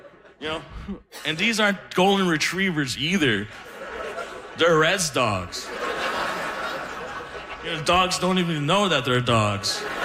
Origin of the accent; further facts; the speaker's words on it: Mexico City, Mexico; So, as I said, I'm from Mexico City. And a few years ago, we had a wildfire evacuation.